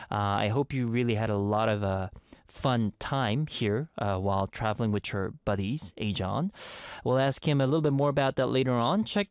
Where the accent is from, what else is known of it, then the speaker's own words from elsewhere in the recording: Montreal, Quebec, Canada; moved away; my home back in Montreal.